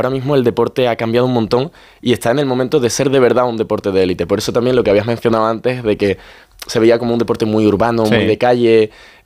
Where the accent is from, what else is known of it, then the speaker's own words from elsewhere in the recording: Seville, Andalusia, Spain; now in Madrid, Spain; Yo, por ejemplo, ahora voy a tener un alquiler en Madrid también, porque estoy todo el tiempo aquí, soy de Sevilla